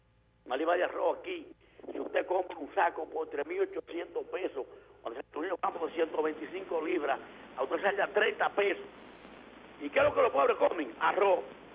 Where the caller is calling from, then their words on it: Dominican Republic; nosotros como dominicanos